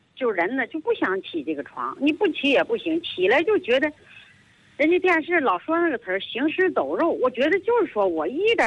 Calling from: Shijiazhuang, Hebei, China; 我就是河北的，河北石家庄的。

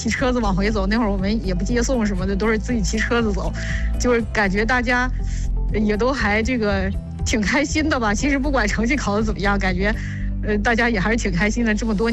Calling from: Shijiazhuang, Hebei, China; 我就是石家庄的。

